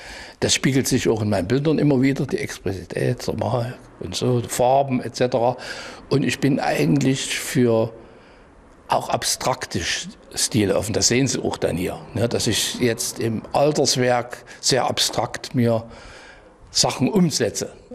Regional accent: Chemnitz, Saxony, Germany; also born or lived in Dresden; ich bin auf dem Kassberg groß geworden und dort an der Seite meines Kinderzimmers war die Linie 8, die Straßenbahnlinie, die rumpelte dort vorbei.

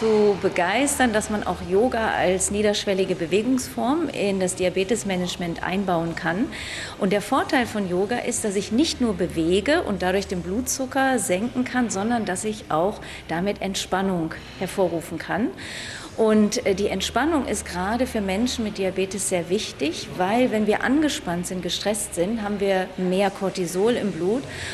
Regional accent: Herrsching am Ammersee, Bavaria, Germany; ich bin aus Herrsching am Ammersee und bin Pharmazeutin und Yogatherapeutin

